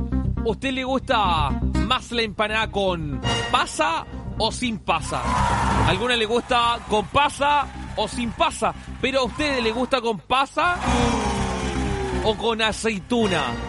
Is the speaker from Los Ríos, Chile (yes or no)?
yes; Valdivia, Los Ríos, Chile; Esto es en Valdivia. Yo estaba revisando, porque yo soy de Valdivia